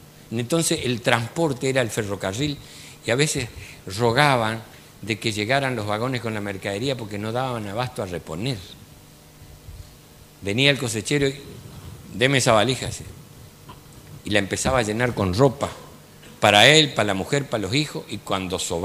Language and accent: Spanish; Chaco, Argentina; Saben también ustedes que yo soy del Chaco.